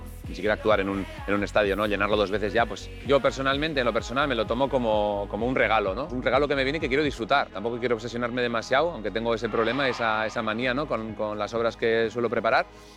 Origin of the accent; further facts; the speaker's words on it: Arbizu, Navarre, Spain; also born or lived in London; Creo que yo, al ser de un pueblo pequeño del norte de Navarra, pues he vivido una realidad que pues, mucha gente no ha vivido.